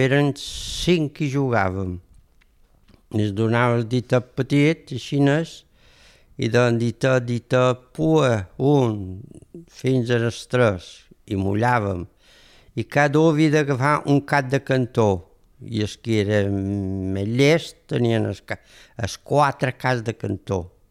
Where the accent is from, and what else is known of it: Ferreries, Balearic Islands, Spain; born or raised there